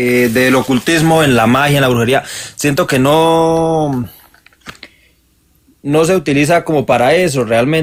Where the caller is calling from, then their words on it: Santander, Colombia; Desde un municipio de Santander.